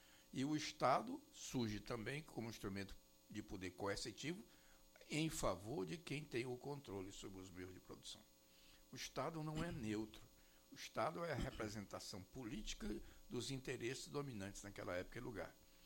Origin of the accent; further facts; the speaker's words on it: Brazil; born there; Eu não nasci no Brasil porque eu quis.